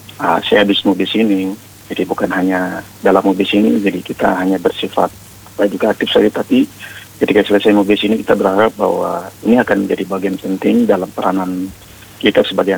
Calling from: Manokwari, West Papua, Indonesia; Ya, ini dengan kami dari Pemuda Yawaunate yang ada di Manokwari.

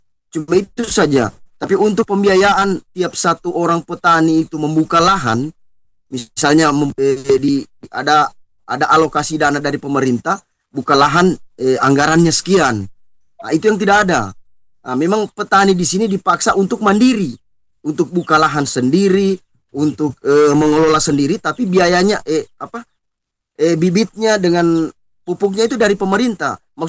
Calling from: Tojo Una-Una, Central Sulawesi, Indonesia

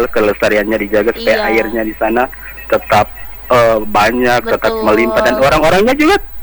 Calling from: Manado, North Sulawesi, Indonesia; saya juga orang Manado, orang Minahasa.

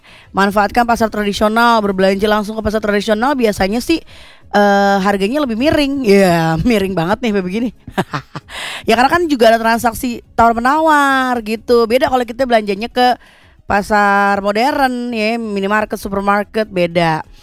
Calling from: Cibungbulang, West Java, Indonesia; Ada Dangdutnya, ini saya nih dari Cibung Bulang.

